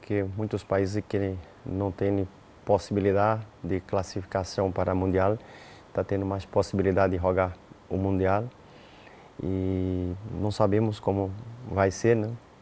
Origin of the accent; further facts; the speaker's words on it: Brazil; Spanish is a second language; yo soy brasileño